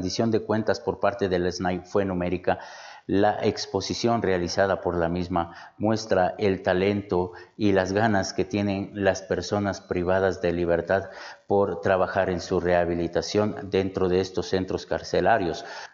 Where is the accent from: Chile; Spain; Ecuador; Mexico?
Ecuador